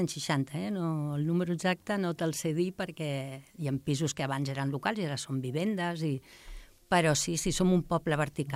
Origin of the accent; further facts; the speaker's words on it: Santa Coloma de Gramenet, Catalonia, Spain; now in Sant Just Desvern, Spain; Mira, jo de veritat sóc de Santa Coloma de Gramenet.